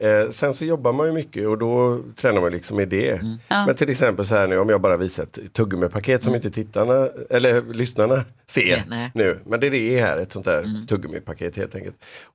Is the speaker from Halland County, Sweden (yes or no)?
no; Gothenburg, Västra Götaland County, Sweden; Ja, det var på Hisingen. Ja. Och jag bodde ju däremot i Lundby församling väldigt länge.